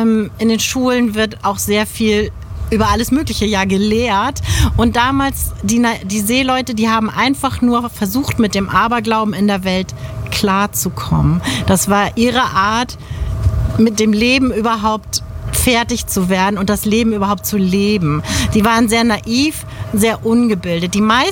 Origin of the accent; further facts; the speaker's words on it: Hamburg, Germany; Also generell bin ich schon sehr dem Wasser und dem See, der Seefahrt sehr verbunden, als Hamburger Dern